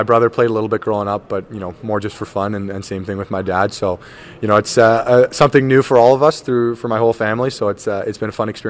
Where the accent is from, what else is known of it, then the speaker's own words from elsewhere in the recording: Toronto, Ontario, Canada; born and raised in Toronto. You know, grew up my whole life in Toronto.